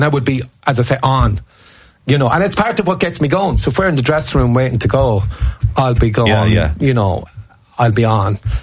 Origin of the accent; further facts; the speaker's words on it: Ireland; They have to know I'm Irish. They're booing me as a traitor.